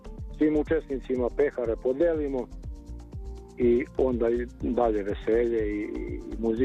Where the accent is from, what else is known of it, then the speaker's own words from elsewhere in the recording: Mala Remeta, Vojvodina, Serbia; Pa ove godine je skup u 12 časova kod nas u Maloj Remeti. 10. je po redu manifestacija, to je već prešlo tradiciju kod nas